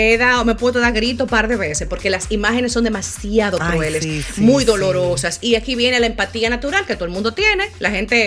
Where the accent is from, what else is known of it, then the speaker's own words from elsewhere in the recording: Venezuela; Ahora, como venezolana, con duelo, un duelo vicario, que es el duelo que no me pasó a mí, pero yo lo sufro o me lastima porque es de mis cercanos o es de mi patria en este caso.